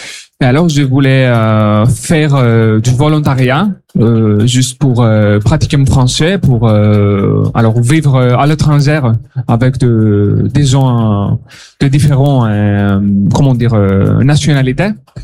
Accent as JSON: {"language": "French", "town": "Corfu", "region": "Ionian Islands", "country": "Greece", "second_language": "French", "moved": "as an adult", "lives_now": "Ribérac, France", "said": "Je viens de Grèce, à Corfou."}